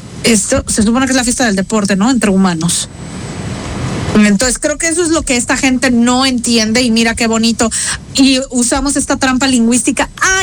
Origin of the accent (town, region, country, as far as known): Mexico